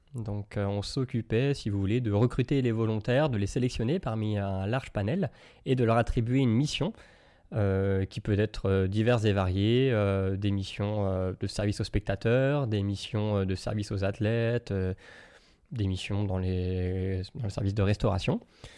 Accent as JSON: {"language": "French", "town": "Saumur", "region": "Pays de la Loire", "country": "France", "tie": "born or raised there", "also_born_or_lived": "Alsace", "moved": "as an adult", "said": "moi, je suis originaire de Saumur, dans les Pays de la Loire, à mi-chemin entre Angers et puis Tours. Et du coup, je suis allé en Alsace, donc à l'est la première fois."}